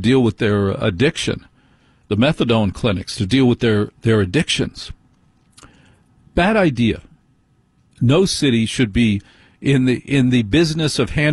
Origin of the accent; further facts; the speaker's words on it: New Jersey, United States; because, you know, I'm from Jersey. I'm from the Northeast.